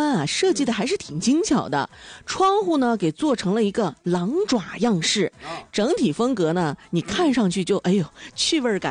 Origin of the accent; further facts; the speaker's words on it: Dazhou, Sichuan, China; moved away; 我老家四川达州嘛，